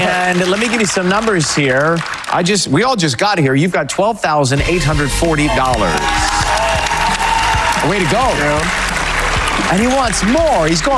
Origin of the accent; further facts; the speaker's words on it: Atlanta, Georgia, United States; There we go, my hometown